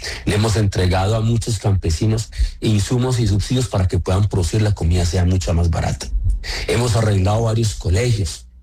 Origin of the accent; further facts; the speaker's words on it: Sevilla, Valle del Cauca, Colombia; born there; now in Cali, Colombia; Universidad de La Ladera, una nueva sede en Tuluá y otra en Sevilla, donde yo nací en Sevilla y vivo hace 43 años en el distrito de Agua Blanca, en Santiago de Cali.